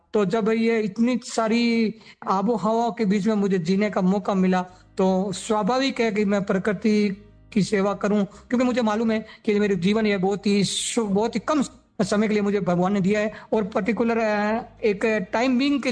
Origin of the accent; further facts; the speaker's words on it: Ekalghori, Rajasthan, India; मैं ओशिया तहसील के गांव एकलघोरी का रहने वाला हूं